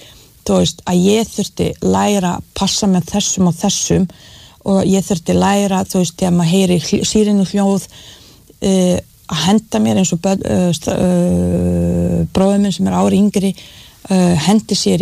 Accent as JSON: {"language": "Icelandic", "country": "Bosnia & Herzegovina", "tie": "born or raised there", "said": "næsta borg við hliðina mínum heimabæ þar sem voru hryllingssögur"}